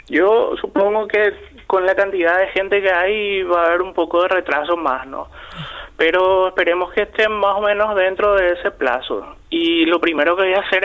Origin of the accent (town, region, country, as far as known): Paraguay; moved away as an adult; now in Gran Canaria, Spain